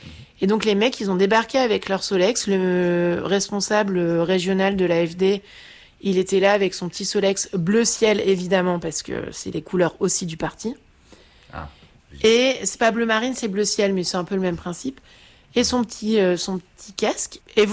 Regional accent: Caen, Normandy, France; c'est que moi je viens de Caen en fait.

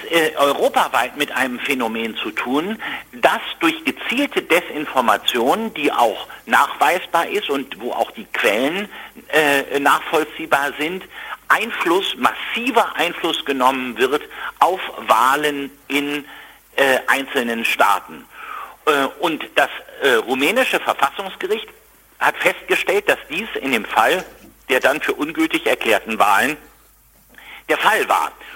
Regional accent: Brandenburg, Germany; vor allen Dingen hier in meinem Heimatland in Brandenburg.

